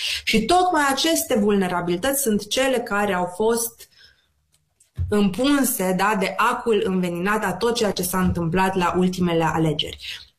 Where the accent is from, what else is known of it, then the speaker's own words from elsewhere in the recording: Romania; toți românii ca națiune ne simțim ca niște victime.